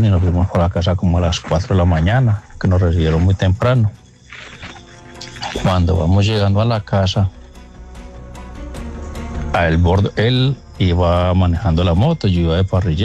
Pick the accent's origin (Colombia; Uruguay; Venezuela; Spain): Colombia; Remedios, Antioquia; Yo soy acá de Remedios, Antioquia. Remedios.